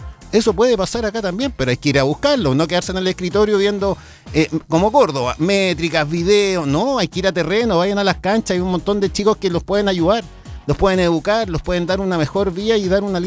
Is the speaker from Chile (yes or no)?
yes; Chile; como decimos en Chile